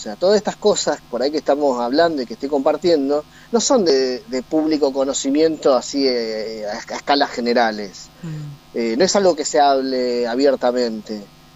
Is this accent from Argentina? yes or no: yes; Argentina